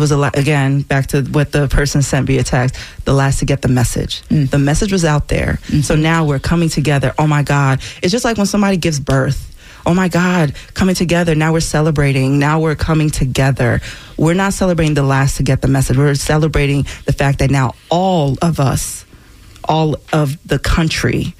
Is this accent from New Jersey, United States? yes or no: yes; New Jersey, United States; also born or lived in Nigeria; I'm from Jersey